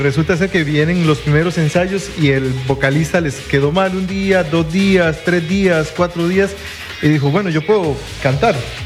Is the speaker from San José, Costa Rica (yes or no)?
yes; Desamparados, San José, Costa Rica; Yo soy de Desamparados, vos sabes.